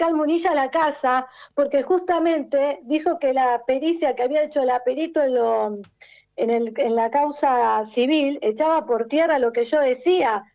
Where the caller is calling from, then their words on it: Olivos, Buenos Aires Province, Argentina; Yo vivo en Olivos.